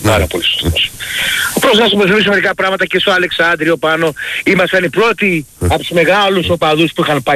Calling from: Erythraia, Attica, Greece; από Ερυθρέα.

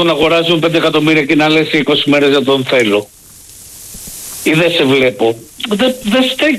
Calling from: Marousi, Attica, Greece; από το Μαρούσι.

